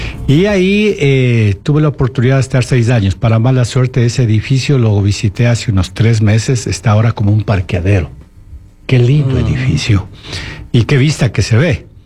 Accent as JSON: {"language": "Spanish", "town": "Quito", "region": "Pichincha", "country": "Ecuador", "tie": "born there", "also_born_or_lived": "Ambato, Ecuador", "said": "Emigramos, yo pequeño, a Quito, y el Quito de antes, el Quito de 1961, porque ya mi hermana menor nace en Quito, entonces el centro de Quito. Vivíamos por ahí, por el Tejar, después por la América, y al final terminamos por el antiguo."}